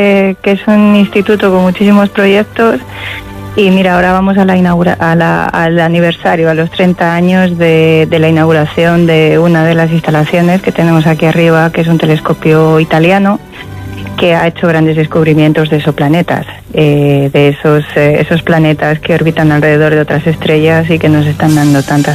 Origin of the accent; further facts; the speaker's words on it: Palencia, Castile and León, Spain; moved away as an adult; now in La Palma, Spain; para todos los palentinos que nos vamos fuera para ejercer nuestra profesión